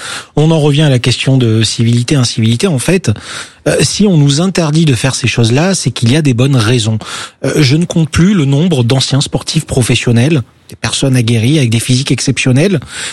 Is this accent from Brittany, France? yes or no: no; Marseille, Provence-Alpes-Côte d'Azur, France; je suis Marseillais.